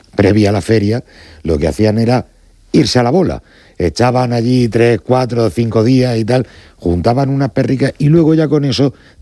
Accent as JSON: {"language": "Spanish", "town": "Lorca", "region": "Region of Murcia", "country": "Spain", "tie": "born or raised there", "said": "Y una tortita de pimiento molido de mi pueblo, de Lorca."}